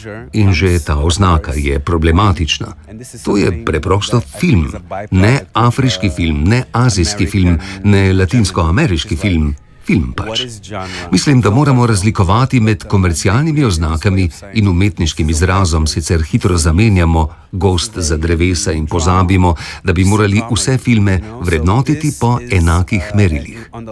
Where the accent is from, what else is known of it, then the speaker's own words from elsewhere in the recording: Angola; Slovenian is a second language; To ni boj samo zato, ker prihajam iz Angole.